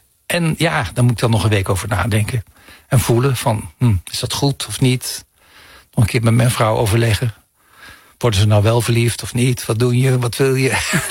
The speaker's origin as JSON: {"language": "Dutch", "region": "Limburg", "country": "Netherlands", "tie": "born or raised there", "also_born_or_lived": "Amsterdam / France", "moved": "as an adult", "said": "mijn verhouding met Limburg, waar ik geboren ben, en waar ik met 18 ben vertrokken met het idee van, ik kom hier echt nooit meer terug. En nu woon ik er."}